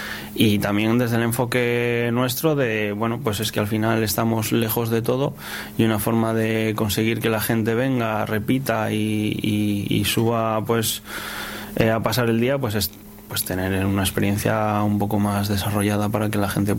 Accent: Torrelavega, Cantabria, Spain; yo soy de Dualez, de un barrio de Torlavega, que está prácticamente dentro de la Isniace

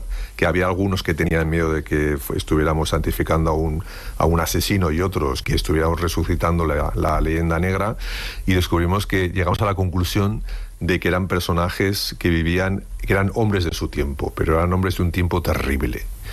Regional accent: Aragon, Spain; me dio por explorar como buen aragonés la persona de Luis Buñuel

